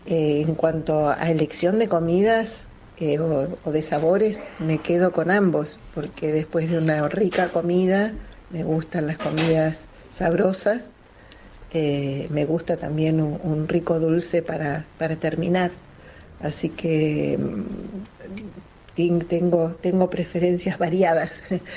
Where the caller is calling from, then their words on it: Argentina; de Devoto.